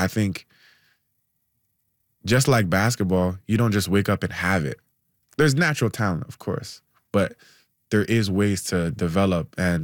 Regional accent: Canada; Like I'm a basketball player, I'm from Canada

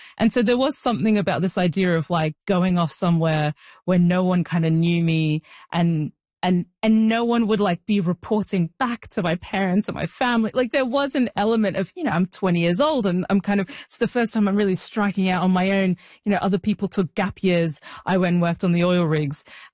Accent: Australia; also born or lived in Sudan; I was born in Sudan. I was raised in Australia.

